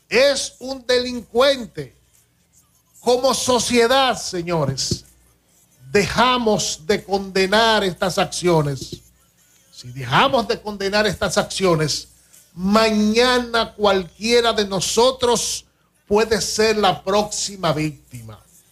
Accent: Dominican Republic

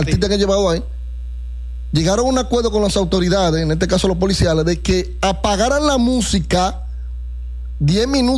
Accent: Dominican Republic; yo soy dominicano

